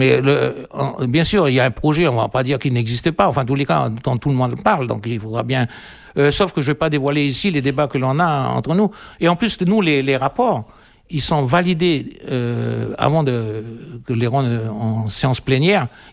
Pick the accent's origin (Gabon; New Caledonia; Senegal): New Caledonia; Mont-Dore, South Province; born there; moi, je suis né au Mont d'Or, donc je connais le Mont d'Or un peu.